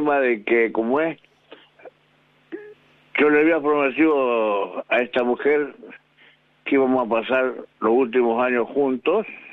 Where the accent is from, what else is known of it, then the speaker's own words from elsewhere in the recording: General Pico, La Pampa, Argentina; De General Pico, La Pampa.